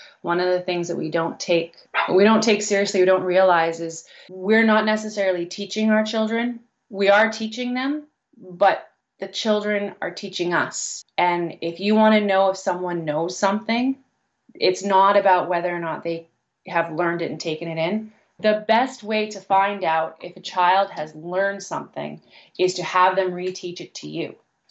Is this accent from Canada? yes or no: yes; Canada; I am a Canadian